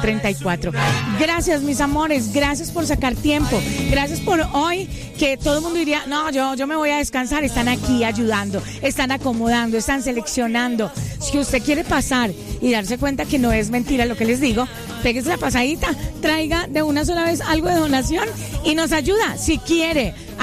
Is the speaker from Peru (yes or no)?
no; Colombia; hoy estamos unidos como hermanos, como colombianos